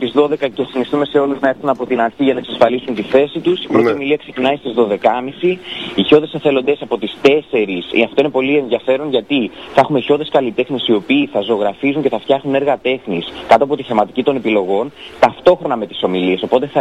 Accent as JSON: {"language": "Greek", "area": "Chios", "region": "North Aegean", "country": "Greece", "moved": "as an adult", "lives_now": "Cyprus", "said": "είμαι φοιτητής νομικής στην Κύπρο, είμαι από τον Κάμπο"}